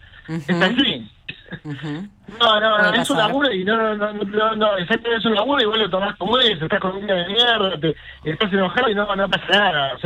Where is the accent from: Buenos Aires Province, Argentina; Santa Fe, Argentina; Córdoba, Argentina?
Buenos Aires Province, Argentina; Bahía Blanca; Yo cuando era chico en Bahía Blanca, que no teníamos un sobre partido al medio, y que vivía cocinada y le ponía huevo, siempre quería comer afuera como lo máximo que te podía pasar.